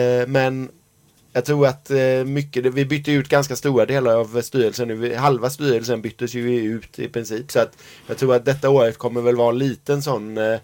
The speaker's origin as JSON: {"language": "Swedish", "town": "Gothenburg", "region": "Västra Götaland County", "country": "Sweden", "tie": "born or raised there", "said": "Jo, jag är en glad och trevlig kille från Göteborg. Även om jag inte alltid låter sån, så jag född och uppväxt i Majorna."}